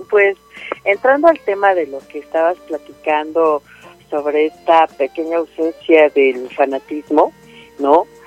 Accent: Mexico

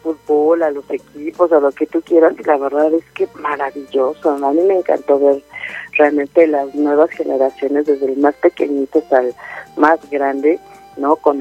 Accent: Mexico

